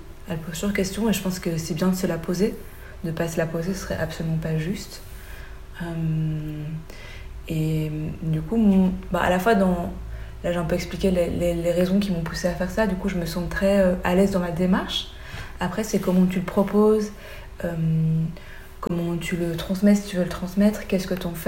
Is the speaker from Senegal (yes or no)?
no; Belgium; comme je suis belge au thaï, pour des personnes blanches